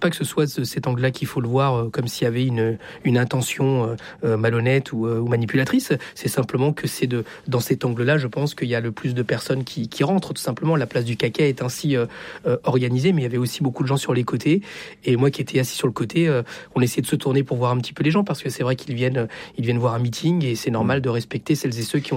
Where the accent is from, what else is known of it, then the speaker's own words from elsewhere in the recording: Chile; now in France; Je viens du Chili, je suis fils d'exilé politique, que je suis en France